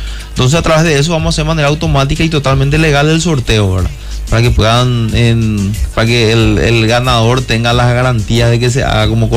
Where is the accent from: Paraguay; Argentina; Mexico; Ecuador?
Paraguay; Luque, Central; yo vengo de Cañada San Rafael